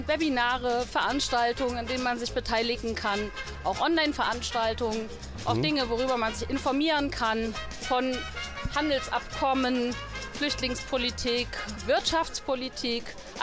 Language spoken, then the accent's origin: German; Erfurt, Thuringia, Germany; ich komme aus Erfurt.